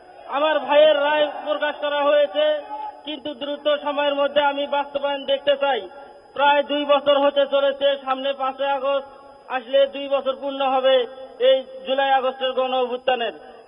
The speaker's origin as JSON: {"language": "Bangla", "region": "North Bengal", "country": "Bangladesh", "said": "আমি উত্তরবঙ্গের মানুষ, আমরা একটু সবসময় অবহেলিত এলাকার মানুষ"}